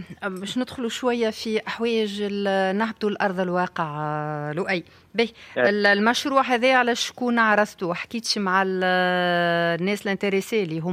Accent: Tunisia

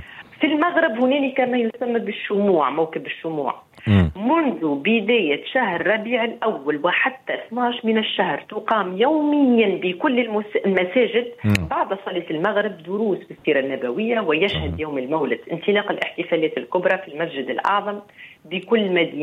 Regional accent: Tunisia; كما عندنا في تونس

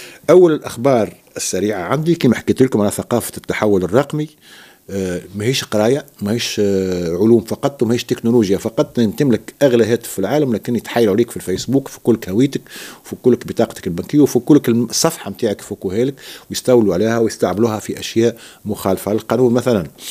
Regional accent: Tunisia; أنا كمواطن تونسي

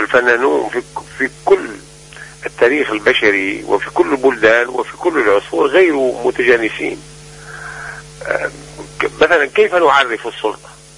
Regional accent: Sidi Bouzid, Tunisia; moved away; وأنني أنا شخصيا من سيدي بوزيد

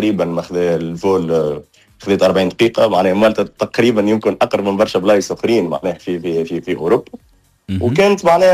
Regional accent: Tunisia; اكثر حاجه عجبتنا لهنا نحن كجماهير تونسيه هي الاجواء نتاع الشعب المكسيكي والضيافة اللي ضيفوها لنا.

